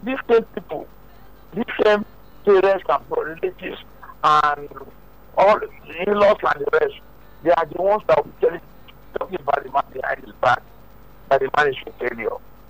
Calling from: Nigeria; I'm calling from Okpokome.

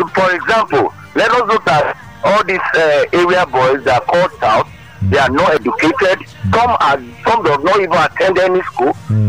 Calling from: Lagos, Nigeria; Yeah, I'm calling from Akoka.

